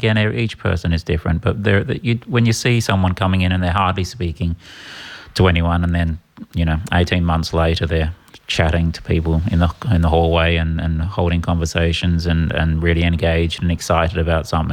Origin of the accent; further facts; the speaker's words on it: Perth, Western Australia, Australia; moved away